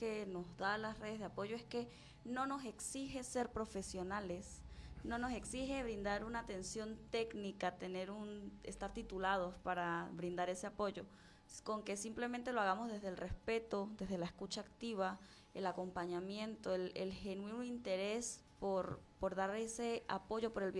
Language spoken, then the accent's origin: Spanish; Venezuela; toda esta sensación que experimentamos todos como venezolanos